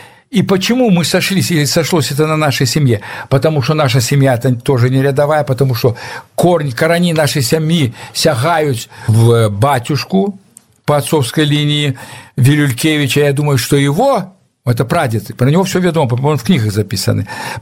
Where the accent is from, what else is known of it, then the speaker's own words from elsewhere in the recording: Belarus; Я доведался то, что я белорус первый раз